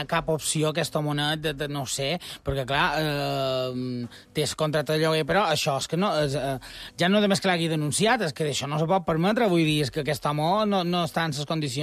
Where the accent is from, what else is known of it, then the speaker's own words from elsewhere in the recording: Consell, Balearic Islands, Spain; Jo aquí som de Consell, te diria que Binissalem i Consell n'han plegat i l'Aro va pel seu compte.